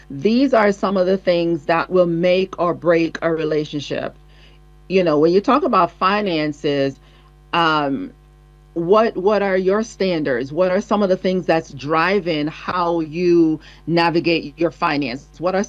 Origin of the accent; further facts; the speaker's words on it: Jamaica; I'm Jamaican